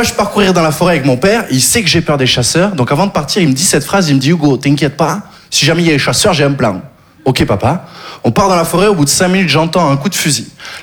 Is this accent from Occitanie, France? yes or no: yes; Occitanie, France; Je viens du Sud, j'ai grandi dans le Gard.